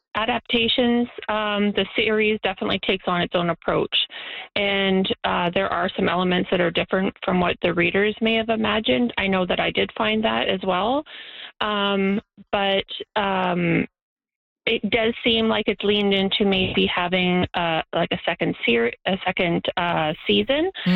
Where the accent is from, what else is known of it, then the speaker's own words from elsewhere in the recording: Barry's Bay, Ontario, Canada; I grew up in Barry's Bay, my shop is in Barry's Bay